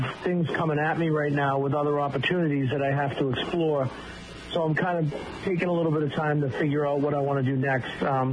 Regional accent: Brockton, Massachusetts, United States; That was a passion project growing up in Brockton.

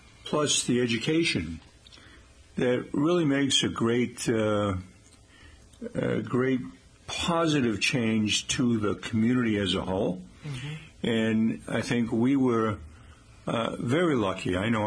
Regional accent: Taunton, Massachusetts, United States; the Portuguese village here in Taunton on Purchase Street, the street right behind where I grew up on Benefit Street.

